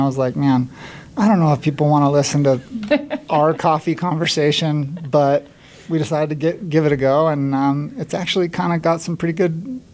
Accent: Park City, Utah, United States; I grew up in Park City.

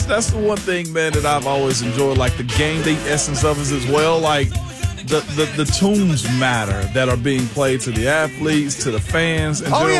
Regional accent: Lauderdale County, Tennessee, United States; I grew up in West Tennessee, home of the blues

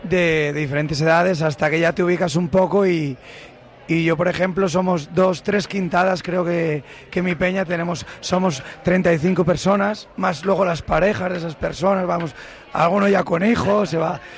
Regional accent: Roa, Castile and León, Spain; este es mi pueblo, es mi casa, es mi iglesia

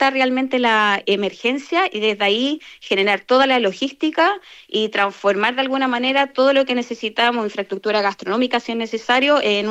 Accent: Chile; Es súper importante que hoy en día nos encontremos como chilenos, como familias también

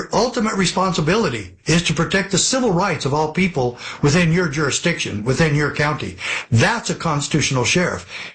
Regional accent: Arizona, United States; when I grew up in Arizona playing sports

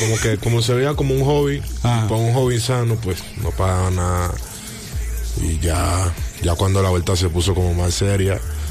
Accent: Colombia; Cuna colombianísima.

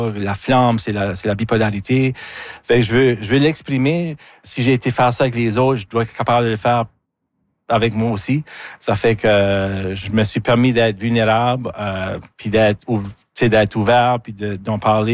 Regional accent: Acadia, Canada; je viens de l'Acadie, comme ton premier album.

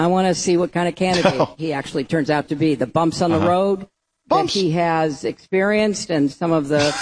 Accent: New York, United States; But I'm not a Mainer. I'm a New Yorker.

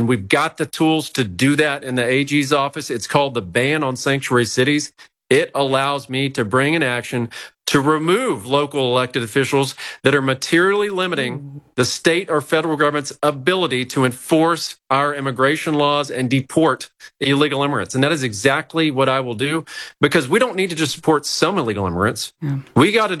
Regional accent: Texas, United States; Look, I'm a seventh generation Texan. I was born here. I'll be buried here.

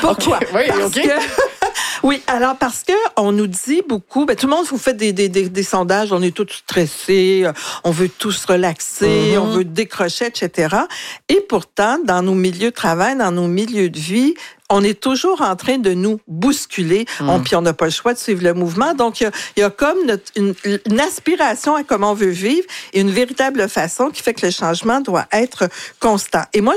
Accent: Quebec, Canada; Alors donc, en tant que Québécois, ça ne devrait pas m'intéresser la piscine.

